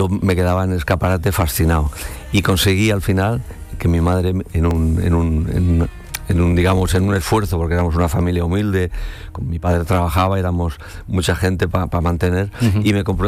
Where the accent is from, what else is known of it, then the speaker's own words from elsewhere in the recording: Barcelona, Catalonia, Spain; en una pequeña terraza que teníamos en la casa donde yo nací, donde yo vivía, en el barrio de Pueblo Nuevo, en Barcelona, Poblenou, pues yo ya subía, tendría yo 8 o 10 años